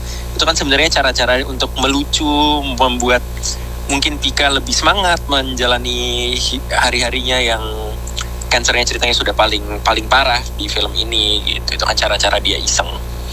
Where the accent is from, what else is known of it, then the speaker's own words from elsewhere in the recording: Surabaya, East Java, Indonesia; Aku arek Surabaya loh.